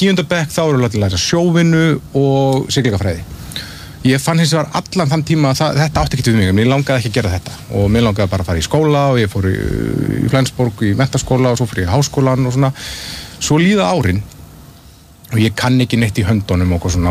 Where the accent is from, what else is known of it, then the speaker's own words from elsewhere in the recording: Patreksfjörður, Westfjords, Iceland; ég er frá Patrísfirði ég er bara sjávarþorpi